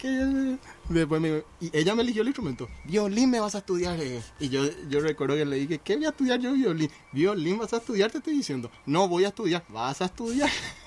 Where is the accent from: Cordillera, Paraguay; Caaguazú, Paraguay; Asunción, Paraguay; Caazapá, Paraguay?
Asunción, Paraguay; born there; Bueno, yo nací en la ciudad de Asunción, el 4 de mayo del año 1997. Nací aquí.